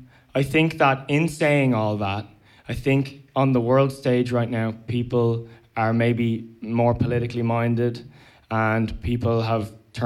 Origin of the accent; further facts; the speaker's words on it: Ireland; I am Irish